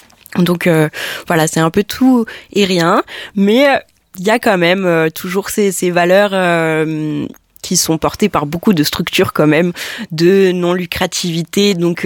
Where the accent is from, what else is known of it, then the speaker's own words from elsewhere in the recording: Provence-Alpes-Côte d'Azur, France; now in Mulhouse, France; moi, alors je suis originaire du Var, mais j'ai vite bougé pour mes études jusqu'à arriver à Mulhouse en master.